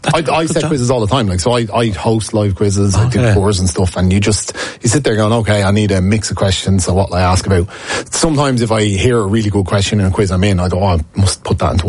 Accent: County Dublin, Ireland; And I'm from Rathgull, so they're my local professional club.

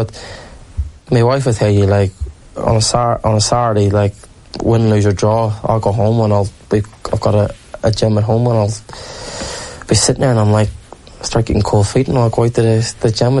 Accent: Derry, Northern Ireland, United Kingdom; born or raised there

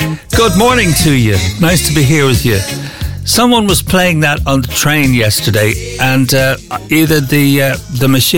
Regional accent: Ireland; as an Irishman.

